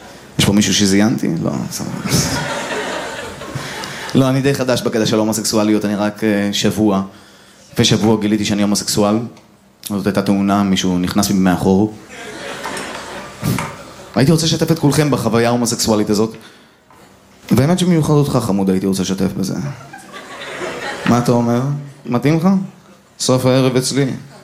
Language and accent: Hebrew; Netanya, Central District, Israel; בתור ילד אשכנזי חנון, אני גדלתי בשיקום סלע.